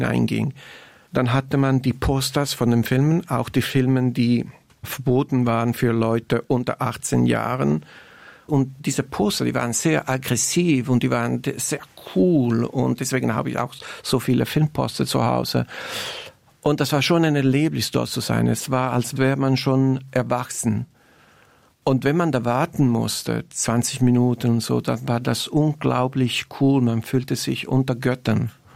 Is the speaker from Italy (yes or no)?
yes; Italy; für mich als Italiener, der in Neapel ist